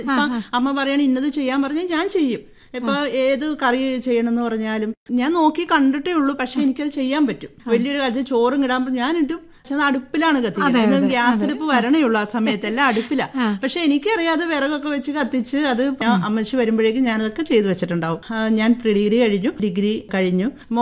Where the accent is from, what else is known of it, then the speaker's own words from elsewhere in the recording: Thodupuzha, Kerala, India; എന്റെ നാട് തൊടുപുഴയാണ്.